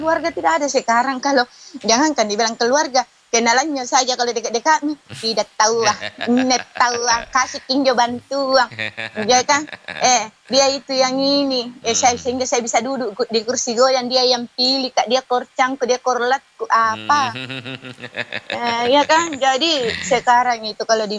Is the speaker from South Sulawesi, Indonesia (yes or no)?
yes; South Sulawesi, Indonesia; cita sebagai warga Sulawesi Selatan.